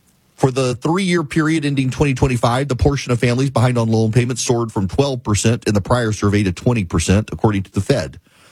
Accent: United States; I am not Turkian, I am American, and it is Turkey.

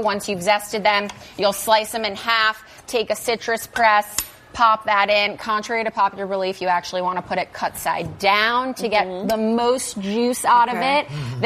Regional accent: Chicago, Illinois, United States; because I'm from the Midwest and I can't help myself.

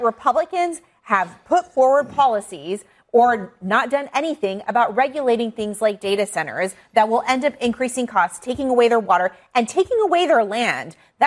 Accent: Texas, United States; I am from Texas.

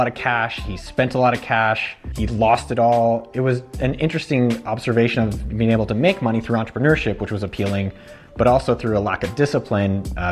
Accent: San Jose, California, United States; I grew up in San Jose, California.

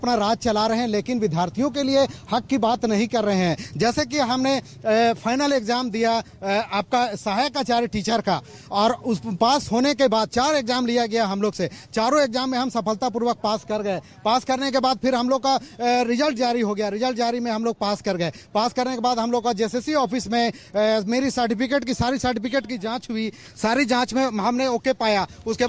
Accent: Jharkhand, India; हम यहाँ झारखंड में ही रहे थे, यहीं पले बड़े हैं, और जो यहाँ झारखंड के आंदोलन में भी हम लोग शामिल हुए थे और आंदोलन करके इस राज्य को अलग किए थे।

